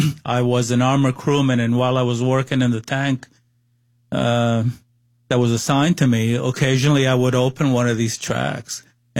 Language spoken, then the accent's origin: English; Cuba; Well, I was born in Cuba.